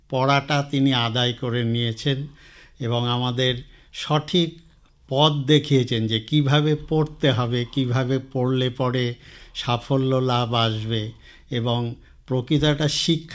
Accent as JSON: {"language": "Bangla", "town": "Baharampur", "region": "West Bengal", "country": "India", "tie": "born or raised there", "said": "আমার জন্ম বহরমপুরে।"}